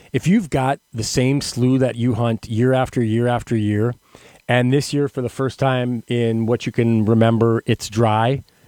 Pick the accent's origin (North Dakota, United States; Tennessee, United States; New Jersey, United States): North Dakota, United States; Valley City; also born or lived in Williston; I am a North Dakota native. I began my career, well, across the state. So I was born in Williston. I lived in Lemoore. I went to high school in Valley City